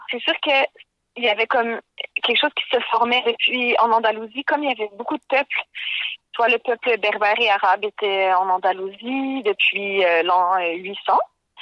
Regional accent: Montreal, Quebec, Canada; Bon, je viens de Diodiaque, Montréal, et je suis flamenco depuis près de 5 ans.

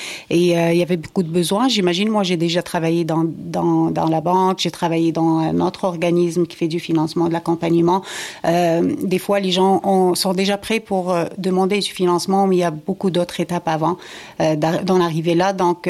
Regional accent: Morocco; Regarde, moi, je viens du Maroc

